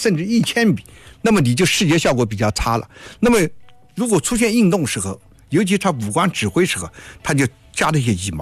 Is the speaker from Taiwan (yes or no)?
no; China; 我们中国人